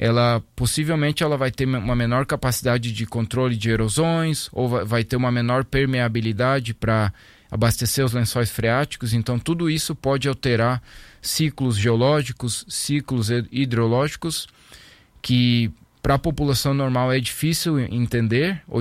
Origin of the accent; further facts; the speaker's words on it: Brazil; eu tenho muito orgulho de dizer que sou brasileiro